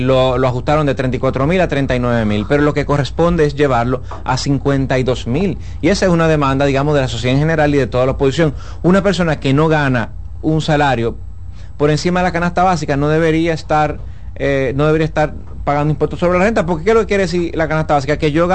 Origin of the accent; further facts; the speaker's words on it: Dominican Republic; nosotros como dominicanos